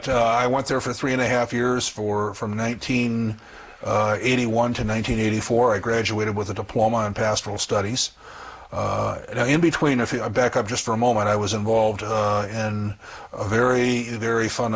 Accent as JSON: {"language": "English", "town": "Toledo", "region": "Ohio", "country": "United States", "tie": "born or raised there", "said": "Well, I was raised in Toledo, Ohio. I grew up there. I'm the oldest of five children."}